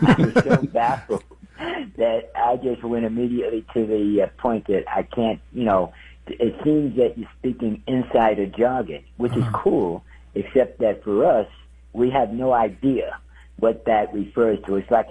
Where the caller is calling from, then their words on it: Brooklyn, New York, United States; I'm calling from Brooklyn.